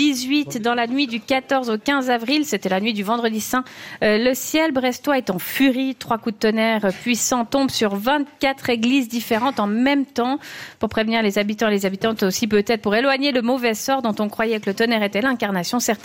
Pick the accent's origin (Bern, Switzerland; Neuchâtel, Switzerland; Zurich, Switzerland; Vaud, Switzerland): Bern, Switzerland; accent: Swiss German, Bernese; French is a second language; Il est beau, mon accent suisse allemand.